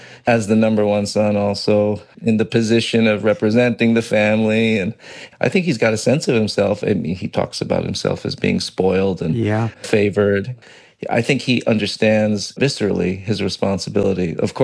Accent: New York, United States; I suppose you could say structurally, it's my youth at that time. I did grow up in Westchester, north of New York City

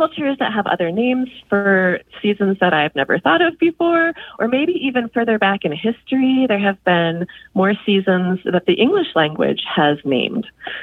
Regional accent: Kansas City, Missouri, United States; moved away as an adult; now in Twin Cities, United States; but I didn't grow up here. I grew up in Kansas City, and then I moved to Minnesota as an adult.

